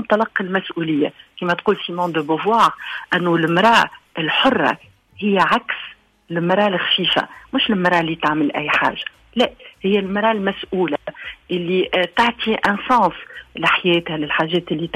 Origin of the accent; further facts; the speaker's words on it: Tunisia; لكن أكيد أني أنا تونسية بنت الأرض ذي